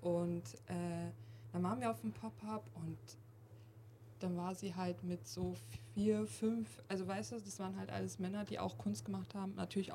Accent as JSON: {"language": "German", "town": "Stuttgart", "region": "Baden-Württemberg", "country": "Germany", "said": "wir kommen aus Stuttgart"}